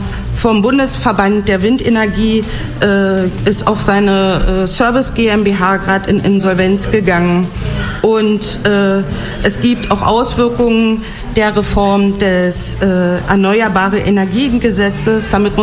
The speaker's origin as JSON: {"language": "German", "region": "Brandenburg", "country": "Germany", "tie": "born or raised there", "moved": "yes", "said": "Ich komme aus dem Oderbruch. Mein Elternhaus steht nicht weit von einem Windrad."}